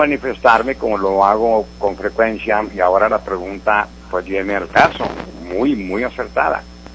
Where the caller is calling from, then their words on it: Coahuila, Mexico; aunque yo sea del estado de Coahuila